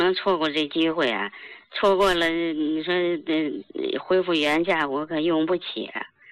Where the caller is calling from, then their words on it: Tianjin, China; 哎，我是天津的。